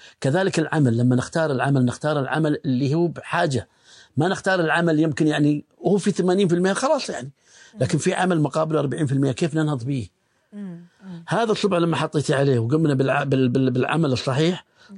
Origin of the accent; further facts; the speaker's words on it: Bahrain; احنا عندنا في البحرين